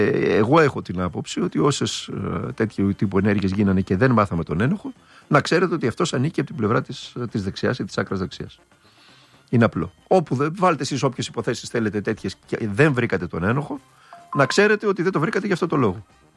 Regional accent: Thessaloniki, Central Macedonia, Greece; γιατί όπως ξέρεις είμαι Θεσσαλονικιός. Με τη Σαλούγκα έχω ιδιαίτερες σχέσεις.

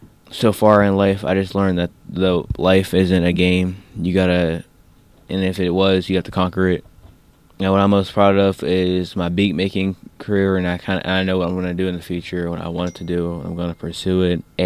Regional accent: Pittsburgh, Pennsylvania, United States; born there; I'm 16 years old and I attend Holy Family Academy. I was born in Pittsburgh

